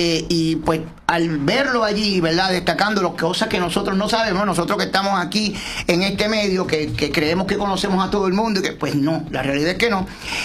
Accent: Dominican Republic; Yo como dominicano y criado y desarrollado en esta tierra me sentí sumamente

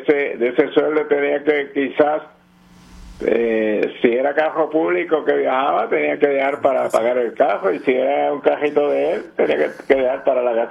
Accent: San Germán, Puerto Rico; moved away as an adult; now in Palmarejo, Puerto Rico; Yo soy nacido y criado en San Germán

